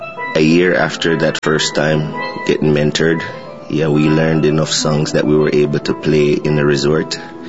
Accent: Montego Bay, Saint James, Jamaica; The first time I heard steel pans was in my hometown called Norwood in Montego Bay.

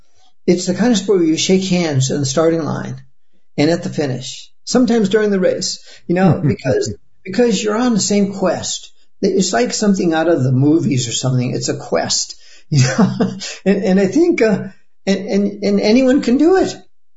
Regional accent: Newington, Connecticut, United States; now in Boston, United States; later started up after we all moved to Boston and everything. We're from Newington, Connecticut.

